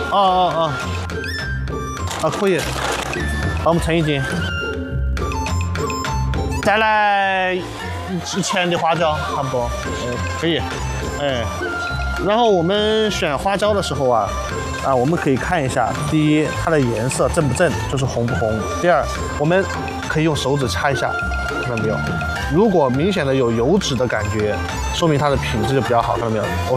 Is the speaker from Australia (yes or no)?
no; Sichuan, China; 我们四川人特别喜欢吃鱼。